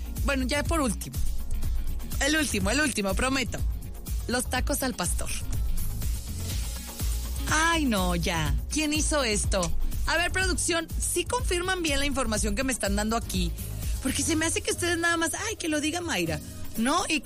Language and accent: Spanish; Mexico; aquí lo hicimos los mexicanos